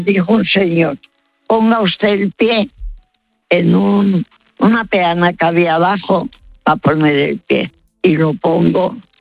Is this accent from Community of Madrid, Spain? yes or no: yes; Madrid, Community of Madrid, Spain; Y ya dije de dónde era, de Madrid.